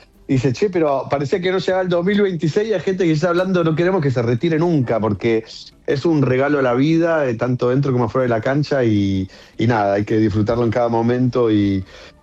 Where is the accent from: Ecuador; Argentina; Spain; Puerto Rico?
Argentina; obviamente como argentino, el cariño que le tengo